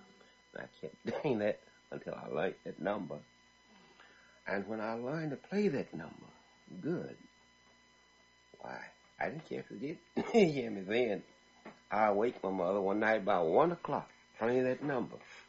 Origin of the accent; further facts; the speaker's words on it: Avalon, Mississippi, United States; also born or lived in Tioc; a little place they call Tioc, Mississippi. And they brought me up to Avalon when I was just a baby. I grew up in Avalon.